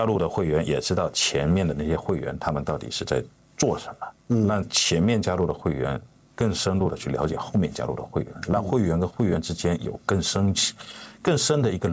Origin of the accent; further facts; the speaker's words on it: Fujian, China; now in Sydney, Australia; 身为一个福建人的优势吧